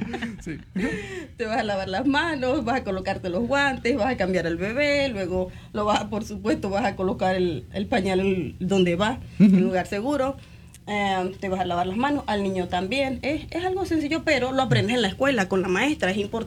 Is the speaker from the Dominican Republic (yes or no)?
no; Venezuela; moved away as an adult; now in Madison, United States; Yo llegué hace 9 años a Estados Unidos. Soy maestra en Venezuela